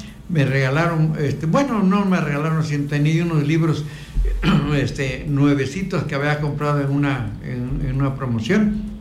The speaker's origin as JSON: {"language": "Spanish", "town": "Ocotlán", "country": "Mexico", "tie": "born or raised there", "moved": "yes", "lives_now": "Tuxtepec, Mexico", "said": "ya traía yo desde mi tierra, Ocotlán"}